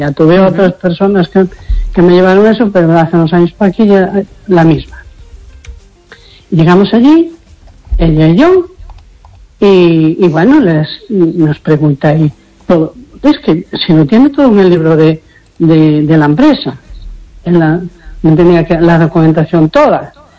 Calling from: A Coruña, Galicia, Spain; de la Coruña.

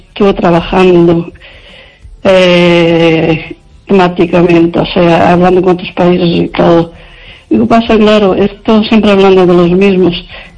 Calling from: Lugo, Galicia, Spain

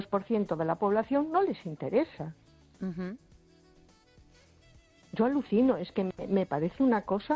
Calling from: A Coruña, Galicia, Spain; de Coruña.

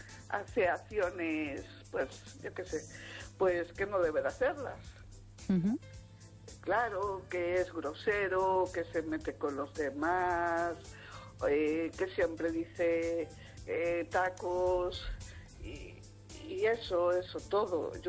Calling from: Vigo, Galicia, Spain

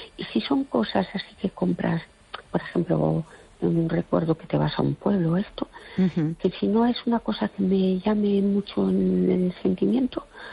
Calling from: Fene, Galicia, Spain; Y oyentes

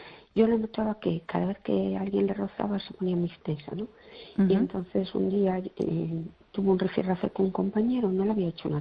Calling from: Fene, Galicia, Spain

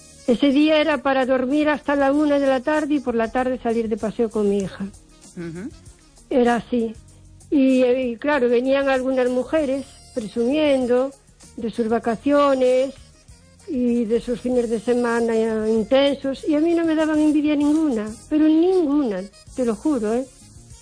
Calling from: O Carballiño, Galicia, Spain; de Carballiño.

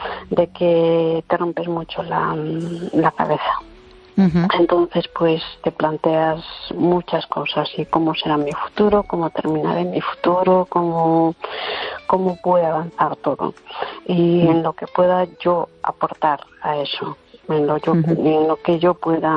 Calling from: Teo, Galicia, Spain; De Teo, Santiago.

